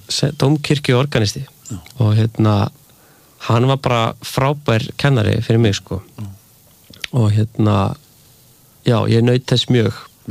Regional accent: Grenjaðarstaðir, Northeastern Region, Iceland; also born or lived in Skálholt / Reykholt, Biskupstungur / Germany / Reykjavík; ég flutti náttúrulega bara frekar mikið sem barn og því að ég hann elst upp á Grenjaðarstaðum svo er ég í Skálholti í Reykholtsskóla í Biskupstungum og svo er ég í Þýskalandi svo er ég aftur í Reykholtsskóla í Biskupstungum svo er Reykjavík

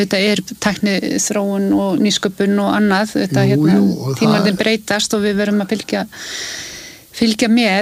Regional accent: Eskifjörður, Eastern Region, Iceland; ef maður hugsa bara tilbaka þegar maður var alast upp á Eskifirði þar sem ég býja þar voru þetta bara mörg fyrirtæki og allir höfðu vinnu

